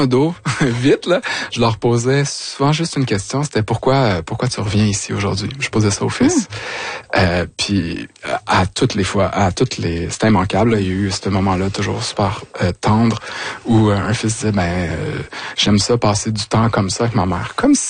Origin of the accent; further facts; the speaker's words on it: Vaudreuil-Soulanges, Quebec, Canada; moved away; je suis retourné dans ma région natale, c'est-à-dire Vaudreuil-Soulanges